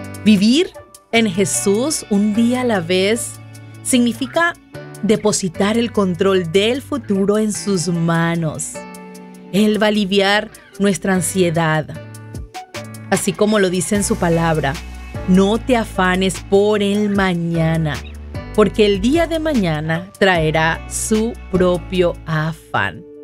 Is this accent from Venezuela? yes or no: yes; Venezuela; mi país, Venezuela